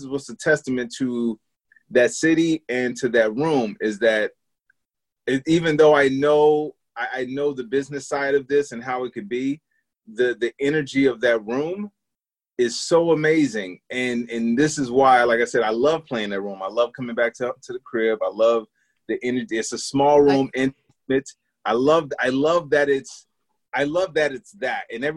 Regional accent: Chicago, Illinois, United States; because it wasn't like this when I was growing up in Chicago.

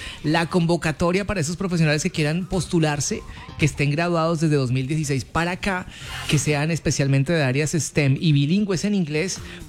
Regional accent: Cali, Valle del Cauca, Colombia

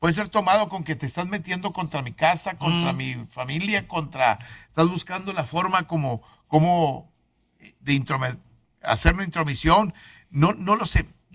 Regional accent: Mexico; pues soy mexicano.

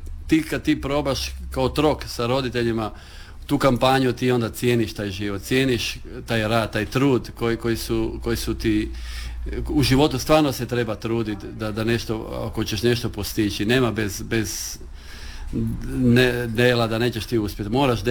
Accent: Motovun, Istria County, Croatia; odakle si, prvo reći iz Motovuna, iz Kaldira, to su moji korijeni, to je moj rod i jako sam ponosan

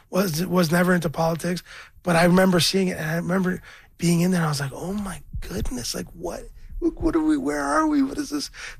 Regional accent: Scarborough, Ontario, Canada; I'm from Scarborough. I'm a rapper.

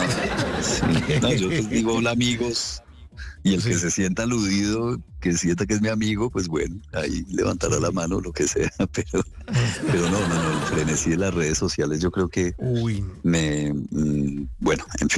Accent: Manizales, Caldas, Colombia; me lo saqué de mi infancia en Manizales. Yo me crié en Manizales en los ochentas

